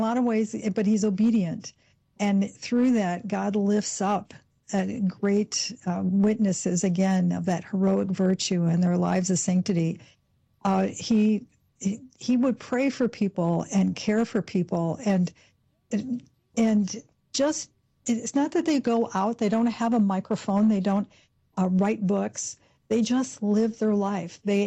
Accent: Grand Rapids, Michigan, United States; I learned about Blessed Solanus Casey from my grandmother, because I grew up in Grand Rapids, Michigan, and around that area, Wisconsin, Detroit

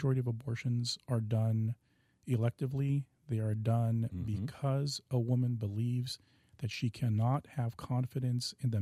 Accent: Seattle, Washington, United States; I grew up in Seattle in pretty normal childhood.

